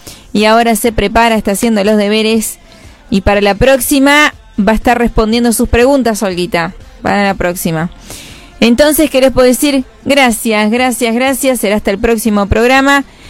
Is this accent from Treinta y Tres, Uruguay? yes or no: yes; Vergara, Treinta y Tres, Uruguay; soy una agradecida de mi pueblo, entre comillas pueblo, porque sabemos que Vergara es una ciudad